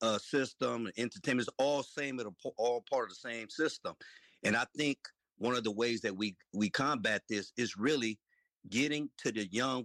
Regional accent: Philippines; I'm Filipino, but they never taught me about nothing about Filipinos in the history of me going from elementary all the way to high school.

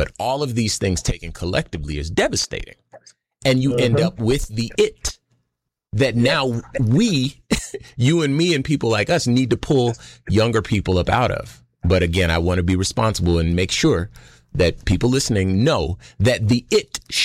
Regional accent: Compton, California, United States; So I'm from Compton, California, right? My mom was on dope. My dad was on dope.

